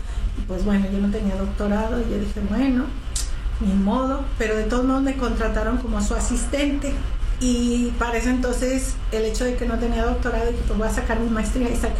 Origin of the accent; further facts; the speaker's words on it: Zacatecas, Mexico; born there; aparte que yo nací en Zacatecas, una ciudad muy cultural, muy llena de historia, que en realidad inspira a lo que es la creatividad y el arte.